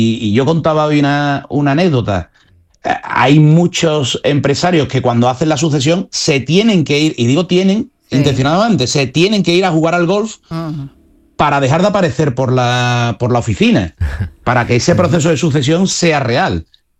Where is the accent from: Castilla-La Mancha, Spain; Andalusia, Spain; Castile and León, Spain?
Andalusia, Spain; para no contestar como un gallego, sino como un buen andaluz, diré, no voy a decir un depende, ¿no?